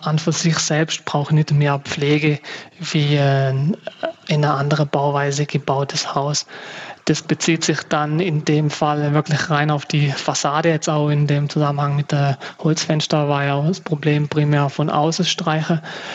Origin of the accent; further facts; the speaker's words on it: Baden-Württemberg, Germany; Also prinzipiell, zum Beispiel bei uns im Schwarzwald, kann man schon fast sagen, es wird vornherein mit Holz gebaut.